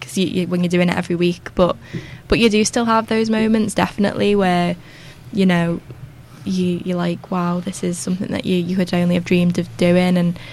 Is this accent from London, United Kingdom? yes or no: no; Widnes, North West England, United Kingdom; So I'm from Widnes.